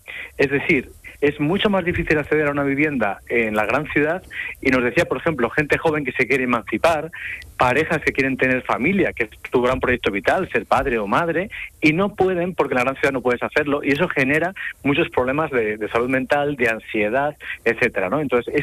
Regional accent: Palencia, Castile and León, Spain; now in Benalmádena, Spain; Yo soy de Palencia, con peno de Valencia, que sí. Es una de esas ciudades que decías, Melín, de intermedias, de 70.000 habitantes. Vivo mucho tiempo ahora en Benalmádena, en Málaga

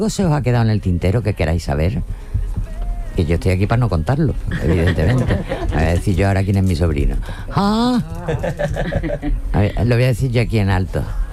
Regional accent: Jerez de la Frontera, Andalusia, Spain; como soy de Jerez

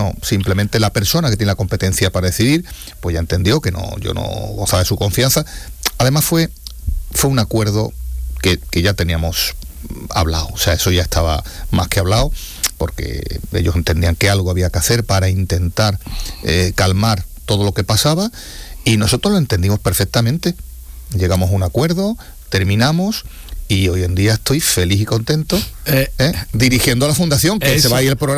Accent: Andalusia, Spain; la Andaluza, que es mi tierra y es mi casa

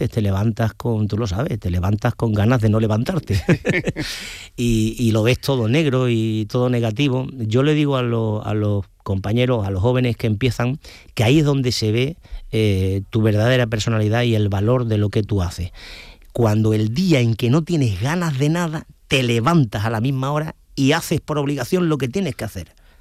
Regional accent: Ubrique, Andalusia, Spain; born there; moved away; also born or lived in Jerez de la Frontera; Yo siempre digo que soy un gaditano con piel de ubrique

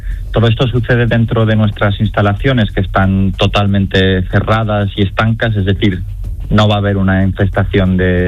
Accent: Málaga, Andalusia, Spain; uno de Almería y los otros 3 somos de Málaga.

